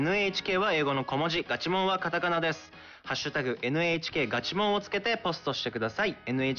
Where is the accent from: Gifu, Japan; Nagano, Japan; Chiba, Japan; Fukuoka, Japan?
Nagano, Japan; 僕もね出身長野ですけど、浅間山とかもあるのでね